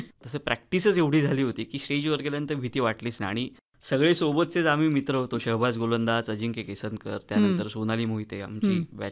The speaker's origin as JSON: {"language": "Marathi", "town": "Ratnagiri", "region": "Maharashtra", "country": "India", "tie": "born or raised there", "moved": "as an adult", "said": "त्यामुळे सगळं पहिली 25 वर्ष रत्नागिरीतच गेले."}